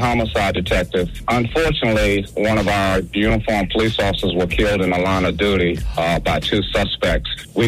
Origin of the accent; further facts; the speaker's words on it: North Carolina, United States; moved away; Now, I'm from North Carolina, right?